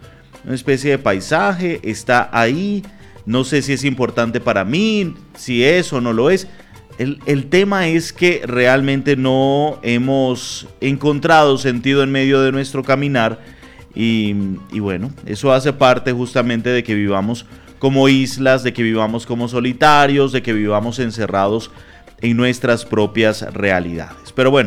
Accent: Venezuela; Es una situación dura y difícil que vivimos no solo como venezolanos

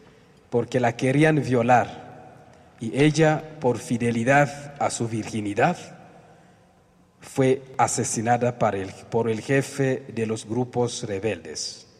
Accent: Bukavu, South Kivu, DR Congo; Spanish is a second language; Tenemos el caso más reciente del arzobispo de Bukavu, de la arquidiócesis de donde yo vengo, la parte este del Congo.

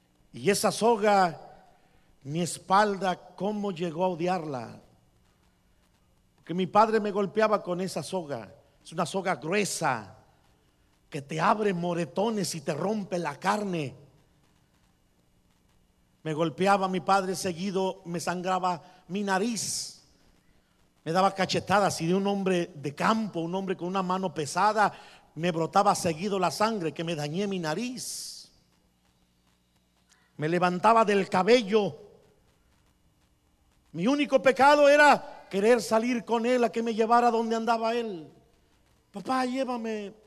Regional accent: Guadalajara, Jalisco, Mexico; now in United States; Como al año volví a Guadalajara. Primero porque me salí de Guadalajara porque había balaceado unas personas y me tuve que venir a esconder a los Estados Unidos.

